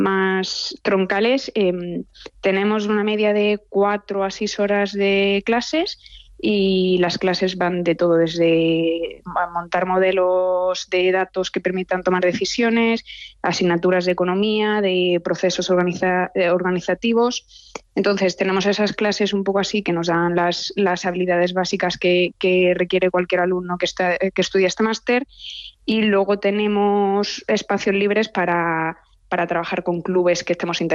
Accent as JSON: {"language": "Spanish", "country": "Spain", "moved": "as an adult", "lives_now": "Boston, United States"}